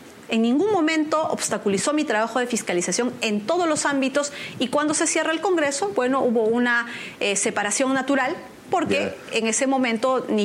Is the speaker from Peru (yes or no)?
yes; Peru; como muchos peruanos, celebro que haya ganado Keiko Fujimori